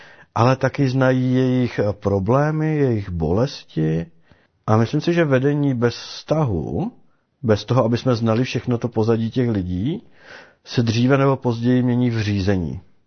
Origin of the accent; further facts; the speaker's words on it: Bruntál, Moravian-Silesian Region, Czechia; když ke mně přijde můj člen z Bruntálu a mluví se mnou, jak bych tak u nás na Bruntálsku řekli, na férovku, bez obalu